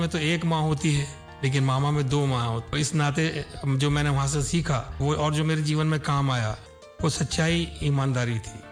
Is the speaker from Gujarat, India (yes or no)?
no; Uttar Pradesh, India; जैसे हमारा जिला था मुरादाबाद